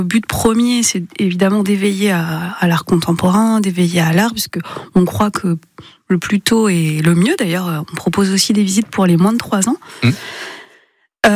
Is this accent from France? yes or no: yes; western France, France; now in Dijon, France; puisque je venais pas de Dijon, j'étais de l'ouest de la France, donc je suis arrivée ici en même temps que mon stage.